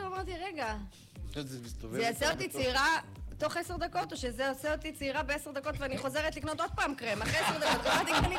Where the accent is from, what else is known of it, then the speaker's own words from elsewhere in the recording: Jerusalem, Jerusalem District, Israel; אני גדלתי בירושלים.